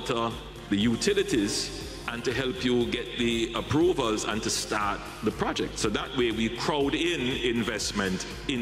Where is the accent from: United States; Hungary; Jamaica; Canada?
Jamaica; Maybe it is just the exceptional ambition being a Jamaican, but I truly believe we have all the characteristics and assets to achieve that ambition.